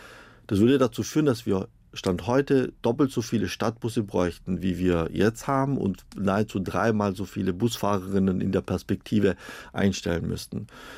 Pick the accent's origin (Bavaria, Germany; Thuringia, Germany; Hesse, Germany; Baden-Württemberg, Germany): Baden-Württemberg, Germany; Stuttgart; Ich komme ja aus Stuttgart, das ist ein ganz großes Thema.